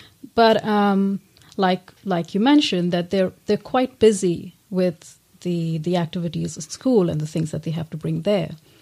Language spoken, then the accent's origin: English; India; moved away; we're from India originally